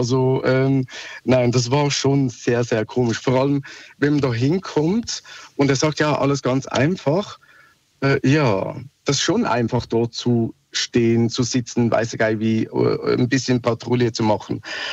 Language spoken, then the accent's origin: German; Switzerland